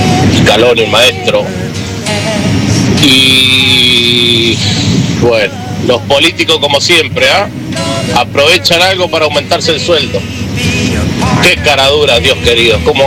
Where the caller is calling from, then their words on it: Mendoza, Argentina; camionero mendocino.